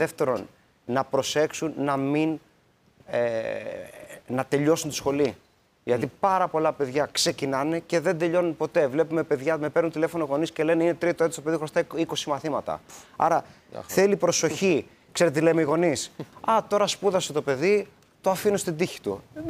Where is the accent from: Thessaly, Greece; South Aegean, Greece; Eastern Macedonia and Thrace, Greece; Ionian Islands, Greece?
Thessaly, Greece; Larissa; Εγώ γεννήθηκα και μεγάλωσα στη Λάρισα.